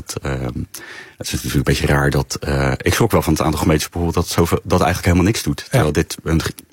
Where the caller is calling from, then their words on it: Leiden, South Holland, Netherlands; In Leiden.